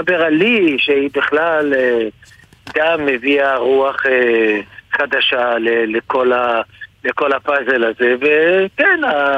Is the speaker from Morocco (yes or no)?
yes; Casablanca, Casablanca-Settat, Morocco; born or raised there; now in Israel